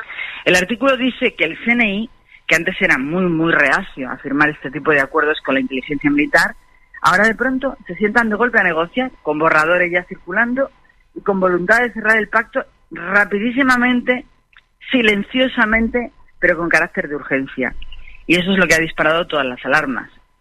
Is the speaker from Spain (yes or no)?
yes; Spain; el Estado somos los españoles.